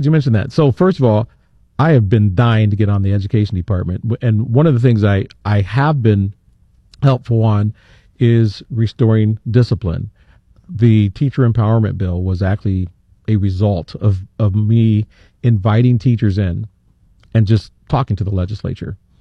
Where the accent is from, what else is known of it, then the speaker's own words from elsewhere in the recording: Johnston, Iowa, United States; In Johnston, my hometown